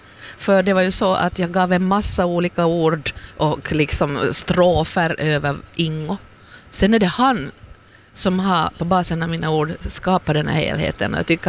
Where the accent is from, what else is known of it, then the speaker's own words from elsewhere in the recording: Sweden; first language Swedish; lite då svenska med tanke på att det är mitt modersmål